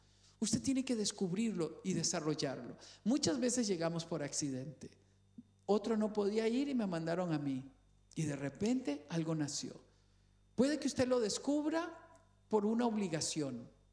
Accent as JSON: {"language": "Spanish", "town": "Cañas", "region": "Guanacaste", "country": "Costa Rica", "tie": "born or raised there", "said": "Yo soy de Cañas, de una tierra rural. Andábamos en botas de hule, nadábamos entre los ríos. Crecí en una casa de madera donde teníamos bacenilla porque el servicio sanitario estaba allá afuera."}